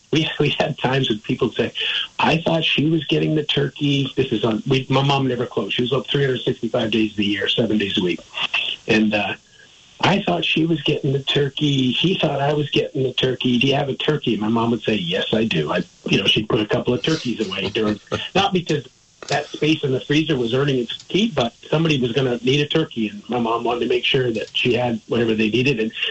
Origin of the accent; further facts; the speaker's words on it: Vermont, United States; When I grew up in Vermont, I wanted to go to college in Vermont.